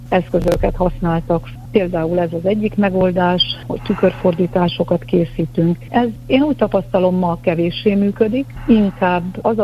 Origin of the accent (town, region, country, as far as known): Hungary